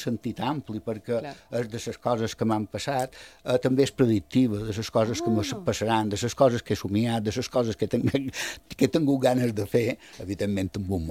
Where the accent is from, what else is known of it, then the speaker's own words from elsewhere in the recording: Porreres, Balearic Islands, Spain; la del meu poble, la de Porreres